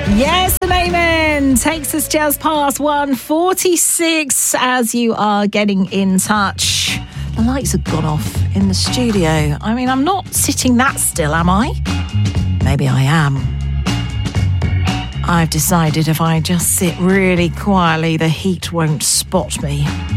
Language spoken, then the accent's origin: English; England, United Kingdom; accent: southern; I am from the south, so a lot of the things I say are in southern parlance.